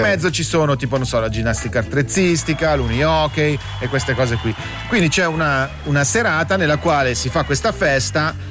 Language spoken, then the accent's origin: Italian; Claro, Ticino, Switzerland; Io vengo da Claro e a Claro c'è la festa dell'Accademia